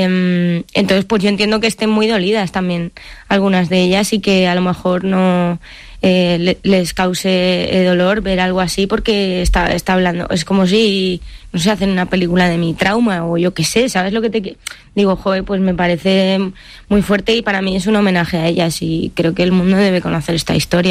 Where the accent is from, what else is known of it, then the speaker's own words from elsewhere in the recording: Madrid, Community of Madrid, Spain; viví una adolescencia en la que yo también que soy de Madrid el feminismo